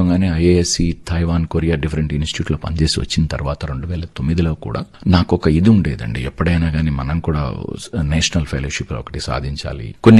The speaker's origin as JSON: {"language": "Telugu", "town": "Tirupati", "region": "Andhra Pradesh", "country": "India", "moved": "as an adult", "lives_now": "Kadapa, India", "said": "నేను మా విద్యాభ్యాసం మొత్తం చాలా వరకు నాకు తిరుపతిలో జరిగింది. ఎంఎస్సీ పిహెచ్డి అంతా కూడా తిరుపతి ఎస్ యూనివర్సిటీలో కంప్లీట్ చేశాను."}